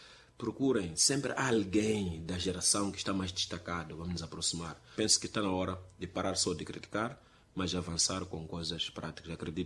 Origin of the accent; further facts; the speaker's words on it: Mozambique; Nós, como moçambicanos